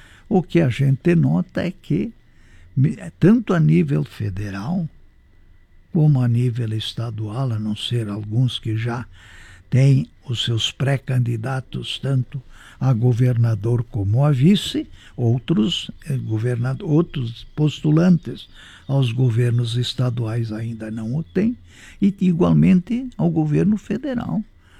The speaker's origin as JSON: {"language": "Portuguese", "country": "Brazil"}